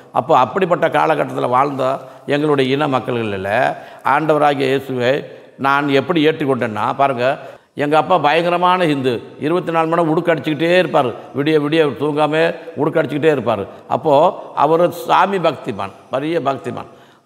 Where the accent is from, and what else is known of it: Tamil Nadu, India; born there